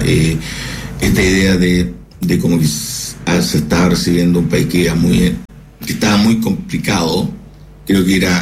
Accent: Chile; como persona natural, como chileno

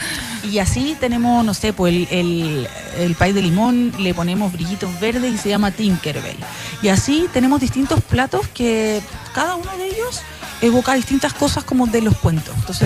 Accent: Santiago, Santiago Metropolitan Region, Chile; now in Rancagua, Chile; yo que soy de Santiago.

